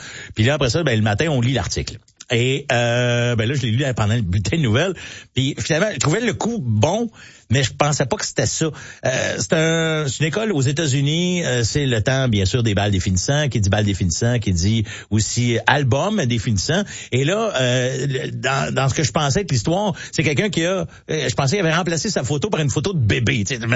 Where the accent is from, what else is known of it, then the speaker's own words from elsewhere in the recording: Mont-Saint-Hilaire, Quebec, Canada; Moi, je viens de Saint-Hilaire, puis en face de la polyvalente, t'as de la montagne de Mont-Saint-Hilaire, puis t'as une paroi rocheuse.